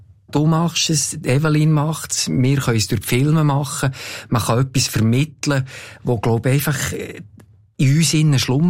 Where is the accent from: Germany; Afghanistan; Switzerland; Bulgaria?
Switzerland; auf der anderen Seite sind wir Schweizer, sie haben gleich auch ein bisschen ein Bergvolk.